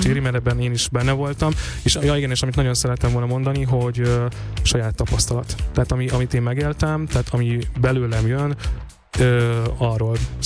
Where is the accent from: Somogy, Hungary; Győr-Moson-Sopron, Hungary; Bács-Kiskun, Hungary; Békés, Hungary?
Békés, Hungary; now in Budapest, Hungary; hogyha hazautazok a szüleimhez vidékre, ugye a Békés megyéből származom